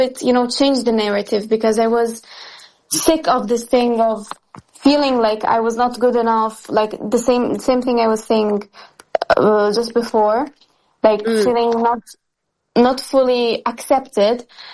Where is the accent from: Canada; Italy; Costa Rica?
Italy; Lazio; first language Italian and Arabic; English is a second language; I grew up bilingual. Like, I was born in Italy, so of course school in Italian, everything in Italian, but I always used to speak Arabic at home, like, since a very, very, very young age, like since I was born. So bilingual.